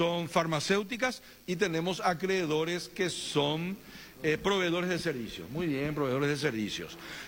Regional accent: Paraguay; somos todos paraguayos

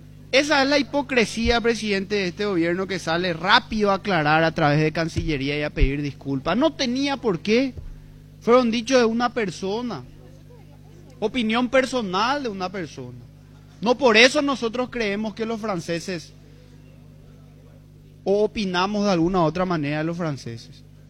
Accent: Paraguay; nosotros como paraguayos

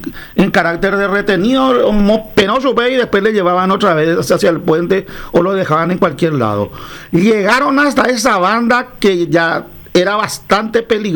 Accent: Paraguay; como paraguayos que somos

